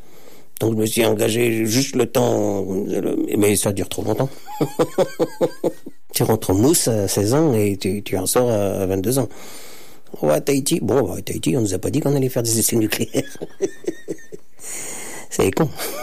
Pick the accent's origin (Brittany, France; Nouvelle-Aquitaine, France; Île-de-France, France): Brittany, France; Trézien; marin pêcheur à Paul Fleurzel, enfin à Fleurzel, je suis de Trésien.